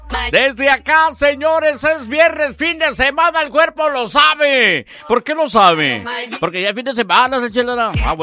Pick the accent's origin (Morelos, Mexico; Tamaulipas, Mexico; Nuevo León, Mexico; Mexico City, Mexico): Tamaulipas, Mexico; Somos los dos de Tamaulipas.